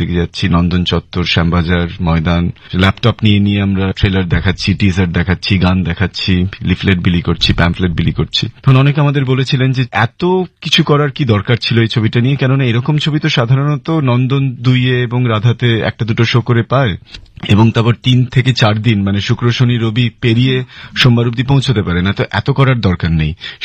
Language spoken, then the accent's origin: Bangla; Durgapur, West Bengal, India; আমি দুর্গাপুরে Saint Xavier স্কুলে পড়াশোনা করেছি, সেখানেই আমার জন্ম দুর্গাপুরে